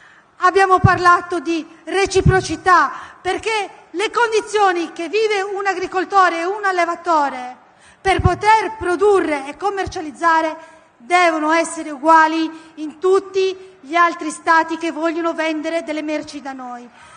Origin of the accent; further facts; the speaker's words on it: Sardinia, Italy; Sono qui con l'orgoglio, con la fierezza della mia terra, la Sardegna